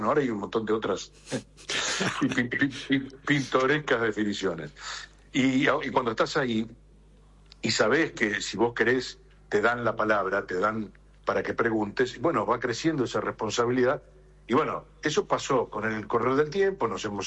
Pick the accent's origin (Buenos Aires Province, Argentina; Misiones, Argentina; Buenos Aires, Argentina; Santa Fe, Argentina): Santa Fe, Argentina; Santa Fe Province; nos intercambiamos unas emociones como santafesinos que somos también